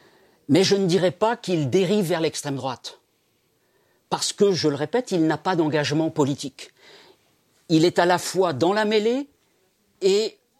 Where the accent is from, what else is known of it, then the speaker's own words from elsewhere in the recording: Centre-Val de Loire, France; born there; Mais moi, je suis né en Eure-et-Loire.